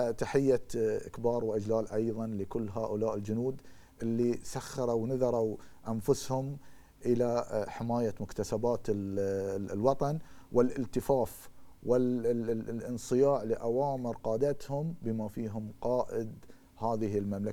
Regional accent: Bahrain; احنا بحرينيين

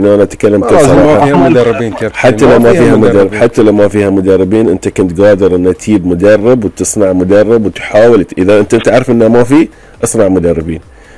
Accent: Bahrain

